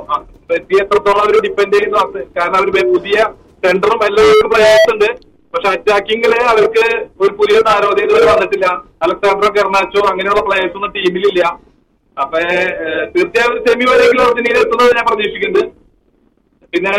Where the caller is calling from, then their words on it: Thrissur, Kerala, India; ഞാൻ നാട്ടില് തൃശ്ശൂർ.